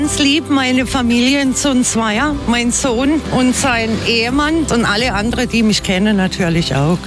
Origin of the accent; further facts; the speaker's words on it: Freiburg, Baden-Württemberg, Germany; now in Emmendingen, Germany; komme aus Emmendingen, gebürtig aus Freiburg.